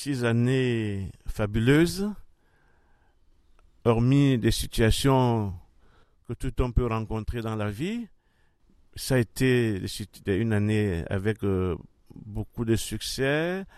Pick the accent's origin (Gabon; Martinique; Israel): Gabon; Libreville, Estuaire; Donc, je suis prêtre originaire du diocèse de Libreville.